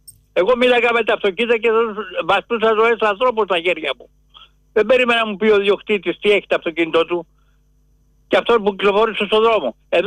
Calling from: Greece; Είμαι Έλληνας

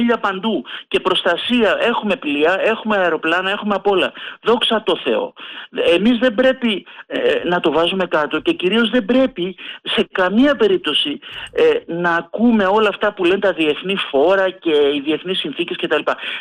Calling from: Northern Greece, Greece; εγώ δεν είμαι από τη Σαμαρίνα, είμαι από τη Βόρεια Ελλάδα βέβαια, έχω πάει μόνο μια φορά στη Σαμαρίνα

